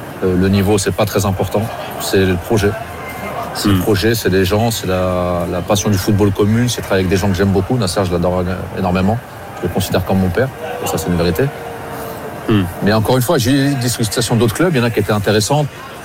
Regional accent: Normandy, France; Nous, on est des Hauts Normands et Caen est en Basse Normandie. Nous, c'est le Havre Rouen, le vrai derby, c'est pas le Havre Caen.

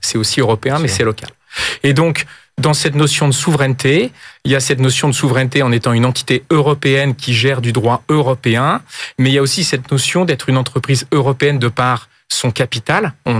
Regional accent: Nantes, Pays de la Loire, France; now in Paris, France; Moi, je ne suis pas parisien à l'origine, je suis nantais.

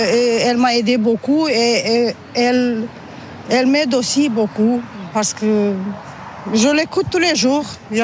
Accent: Belgium; je viens de Belgique.

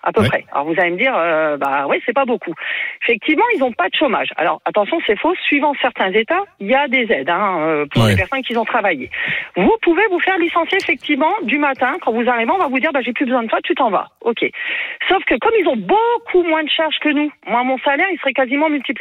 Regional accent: France; Et pourtant, je suis française, hein.

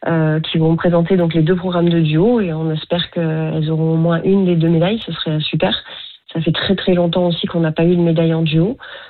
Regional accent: France; Donc on est chez nous en France.

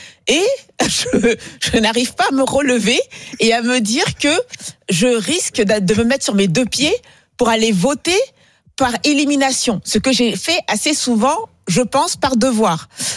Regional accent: France; En tout cas, en tant que Française, ce n'est pas le second tour que je veux.

